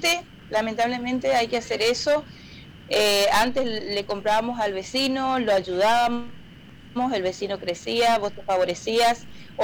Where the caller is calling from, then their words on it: Puerto Esperanza, Misiones, Argentina; Estamos acá en Puerto Esperanza, soy de Puerto Esperanza, departamento Iguazú